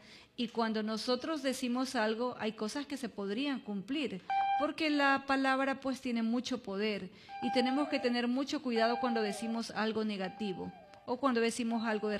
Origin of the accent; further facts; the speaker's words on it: Ecuador; los ecuatorianos somos muy apasionados por el deporte